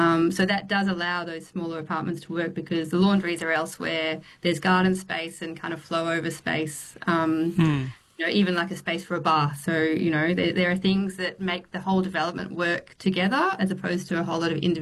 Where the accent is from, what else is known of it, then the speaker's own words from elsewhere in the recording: Melbourne, Victoria, Australia; I'm from Melbourne